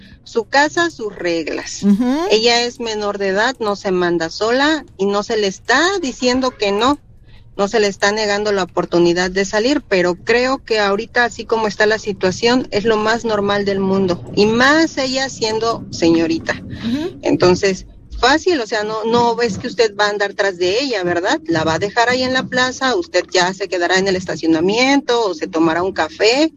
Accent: Veracruz, Mexico; somos el estado de Veracruz

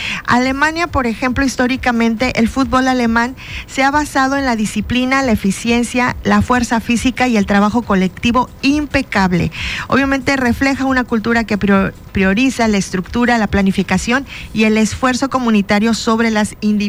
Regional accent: Mexico; nosotros como mexicanos somos ejemplo a nivel mundial de la solidaridad

